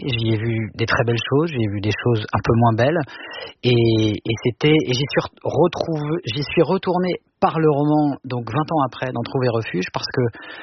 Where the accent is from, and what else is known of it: Le Havre, Normandy, France; born or raised there